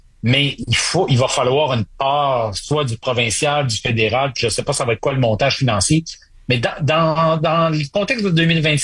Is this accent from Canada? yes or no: yes; Saguenay, Quebec, Canada; Moi, j'ai grandi au Saguenay.